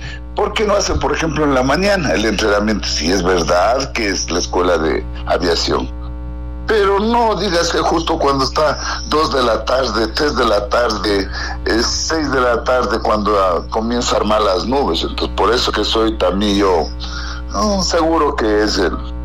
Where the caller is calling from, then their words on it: Latacunga, Cotopaxi, Ecuador; yo vivo al nororiente de la Tacunga